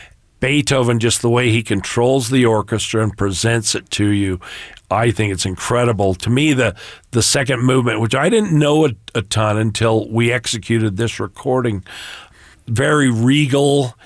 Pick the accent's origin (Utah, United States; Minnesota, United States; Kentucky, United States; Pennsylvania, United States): Utah, United States; Spring City; from Spring City, Utah